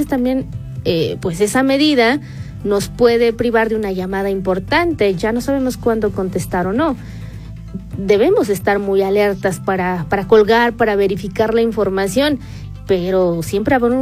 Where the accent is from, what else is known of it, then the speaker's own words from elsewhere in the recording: Mexico; y si de por sí, como mexicanos, a todo le buscamos y a todo le encontramos.